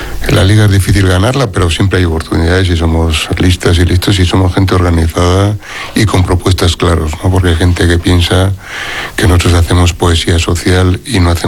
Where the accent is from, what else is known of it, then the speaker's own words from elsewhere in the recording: Barakaldo, Basque Country, Spain; en mi pueblo, que soy de Baracaldo